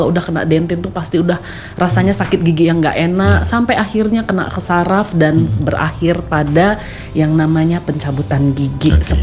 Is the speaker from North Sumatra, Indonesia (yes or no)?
yes; Medan, North Sumatra, Indonesia; Kebetulan saya asli Kota Medan.